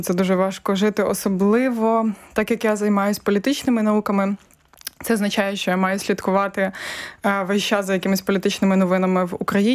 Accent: Lutsk, Volyn Oblast, Ukraine; moved away; я з Луцька, я село Руда, звідки моя бабуся

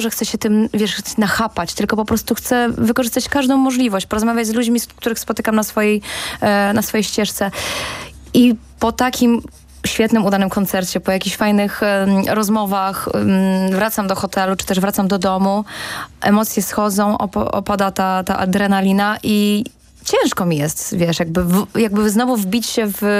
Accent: Warmian-Masurian Voivodeship, Poland; Ja mieszkałam, właśnie pochodzę z małego miasta, z Podolsztyna. Wiesz, najbliższa szkoła muzyczna była właśnie w Olsztynie

